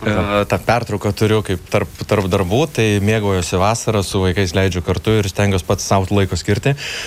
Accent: Kaunas, Kaunas County, Lithuania; Aš kaunietis šiaip, bet stengiuosi bent porą kartų per savaitę dviračių kažkur išvažiuoti dėl sveikatos.

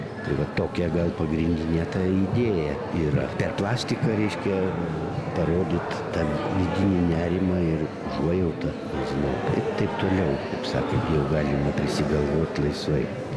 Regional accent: Šiauliai, Šiauliai County, Lithuania; moved away as an adult

